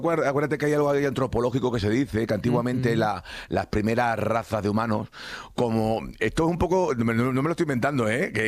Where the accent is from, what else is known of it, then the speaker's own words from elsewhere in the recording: Torrejoncillo, Extremadura, Spain; accent: Extremaduran; ya que soy de Torrejoncillo, tengo una rama muy importante de portaje.